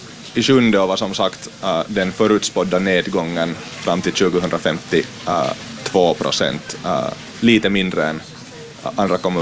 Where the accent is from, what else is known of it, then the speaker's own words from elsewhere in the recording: Turku, Southwest Finland, Finland; Nu måste jag fråga, jag kommer själv från Åbo-trakten.